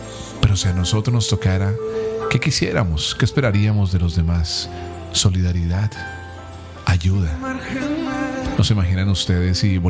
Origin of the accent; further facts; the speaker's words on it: Cali, Valle del Cauca, Colombia; necesitamos mostrar lo más bonito de nosotros como ciudadanos, como caleños, como vallecaucanos